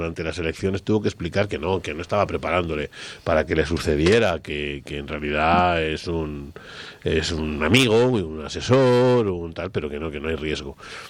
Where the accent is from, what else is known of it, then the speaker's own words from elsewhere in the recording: Spain; Si el problema no son los marroquíes, el problema somos los españoles.